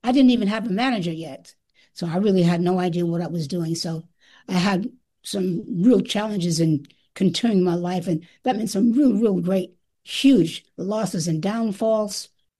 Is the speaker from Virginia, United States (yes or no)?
no; New York City, New York, United States; I was raised in New York City, raised Catholic.